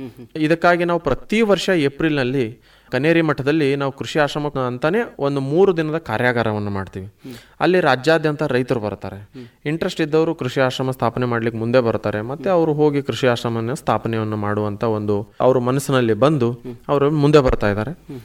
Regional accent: Manuguli, Karnataka, India; ವಿಜಯಪುರ ಜಿಲ್ಲೆಯ ಬಸವನ ಬಾಗೇವಾಡಿ ತಾಲೂಕಿನ ಮನುಗುಳಿ ಪಟ್ಟಣದ ಒಬ್ಬ ಸಾವಯವ ಕೃಷಿಕ ಮತ್ತು ಸಾವಯವ ಕೃಷಿ ತರಬೇತಿದಾರ ಕೂಡ.

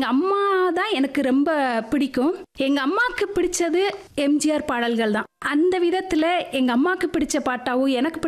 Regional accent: Virudhunagar, Tamil Nadu, India; நான் ஒரு தமிழ் பேராசிரியர். விருதுநர்ல பிறந்தேன். பள்ளி படிப்பையும் கல்லூரி படிப்பையும் விருதுநர்லயே முடிச்சிருக்கேன்.

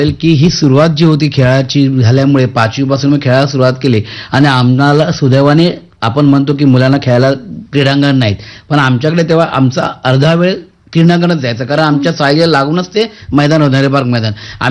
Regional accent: Mumbai, Maharashtra, India; मी ज्या भागात वाढलो, लालबाग परळ, मला माझ्या काकांनी 5 वर्षात असताना मुंबईला आणलं आणि त्यांनी माझ्या आयुष्याला आकार दिला.

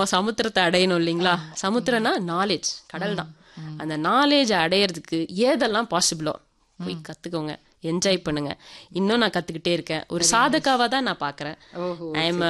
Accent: Coimbatore, Tamil Nadu, India; ஆமாம், அங்கே வந்து என்னோட ஸ்கூலிங்ஸ் ஃபுல்லாமே அங்கே தான் முடித்தேங்க.

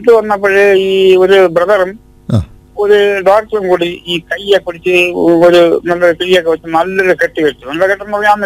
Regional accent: Karnataka, India; ഞാൻ കർണാടകയിൽ നിന്നാണ്.

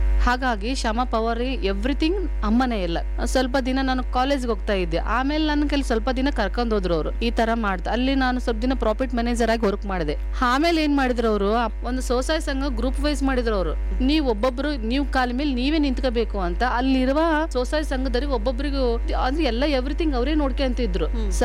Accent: Hanumanahalli, Karnataka, India; ನನ್ನ ತವ್ರ ಮನೆ ಗಂಗಾವತಿ, ಅದ್ರ ಹತ್ರದಲ್ಲಿ ಬರೋ ಹನುಮನಹಳ್ಳಿ. ಇವಾಗ ಅಂಜಿನಾದ್ರಿ ಬೆಟ್ಟ ಅಂತಾರಲ್ಲ ಅದೇ ಊರು ನನ್ನ ಊರು.

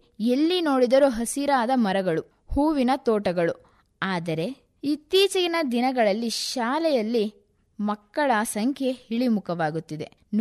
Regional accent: Hunasavalli, Karnataka, India; ನನ್ನ ನೆಚ್ಚಿನ ಊರು ನಮ್ಮೂರು. ನಮ್ಮೂರು ಹುಣಸವಳ್ಳಿ.

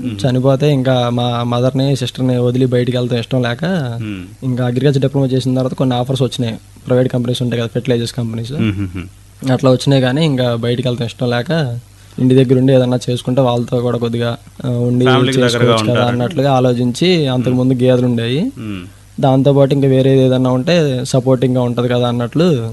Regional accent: Krishna district, Andhra Pradesh, India; మాది చలపల మండలం, పొరిగడ్డ గ్రామం అండి, కృష్ణా జిల్లా.

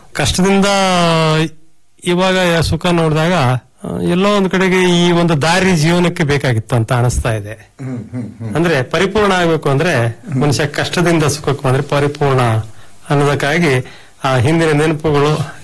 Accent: Koragi, Karnataka, India; ನನ್ನ ಊರು ಕೊರಗಿ ಅಂತ ಸರ್. ಶಿವಮೊಗ್ಗ ತಾಲೂಕು ಹುಣಸಿ ಹೋಬಳಿ ಕೊರಗಿ ಗ್ರಾಮ ಚೌರಡಿ ಪೋಸ್ಟ್.

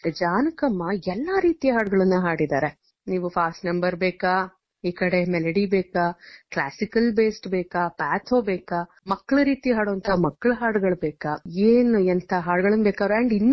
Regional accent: Mysuru, Karnataka, India; ನಿಮ್ಗೆಲ್ಲರಿಗೂ ಗೊತ್ತಿರೋ ಹಾಗೆ ನಾನು ಮೈಸೂರಿನವಳು.

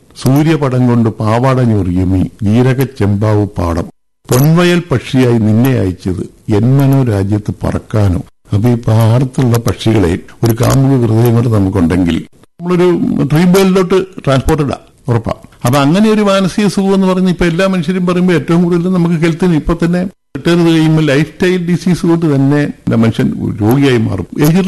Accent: Kerala, India

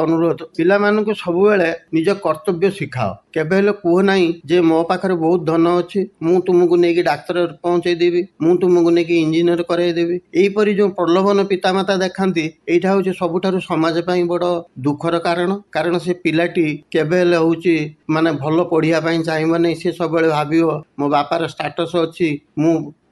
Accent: Odisha, India; 85-86 ପରେ ଓଡ଼ିଶାର ଗାଁ ଗଣ୍ଡାରେ ଟିଭି ଦେଖିବାକୁ ମିଳିଲା, କିନ୍ତୁ ଆମ ପିଲାବେଳର ଜୀବନ ଏଇ ରେଡ଼ିଓରେ ହିଁ ଯାଇଛି।

